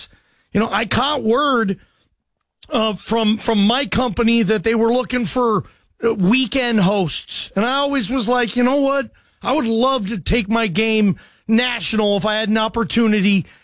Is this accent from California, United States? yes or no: no; Seattle, Washington, United States; now in Boise, United States; I'm actually from Seattle. I live in Boise, Idaho.